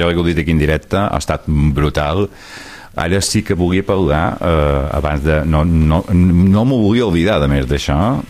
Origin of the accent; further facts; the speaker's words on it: Can Picafort, Balearic Islands, Spain; Jo no som d'aquí, jo som de Can Picafort, som de Santa Maria de Lídia